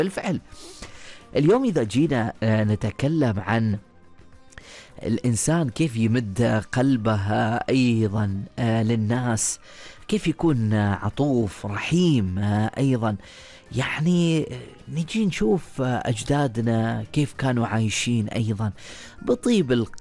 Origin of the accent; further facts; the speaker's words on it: Oman; وهذا اللي تربينا فيه هنا في سلطنة عمان